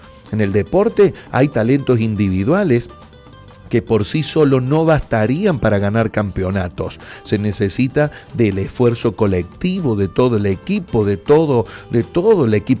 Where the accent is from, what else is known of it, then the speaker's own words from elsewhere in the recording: Argentina; nosotros como argentinos